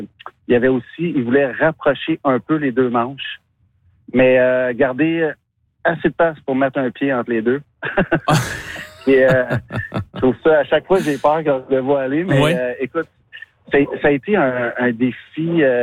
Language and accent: French; Montreal, Quebec, Canada; Je viens de Montréal moi-même, j'habite Montréal.